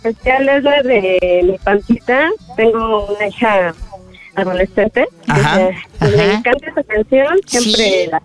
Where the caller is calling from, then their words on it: Mexico City, Mexico; somos de Xochimilco.